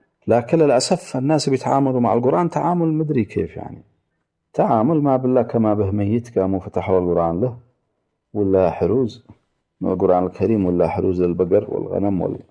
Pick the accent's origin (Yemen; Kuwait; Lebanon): Yemen; احنا مثلا عندنا في اليمن